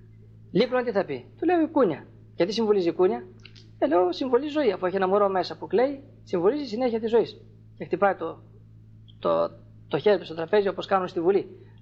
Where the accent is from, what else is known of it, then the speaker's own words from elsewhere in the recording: Thessaly, Greece; γιατί εμείς οι Θεσσαλοί, γιατί είναι και πατριώτης μου, είμαι Θεσσαλός.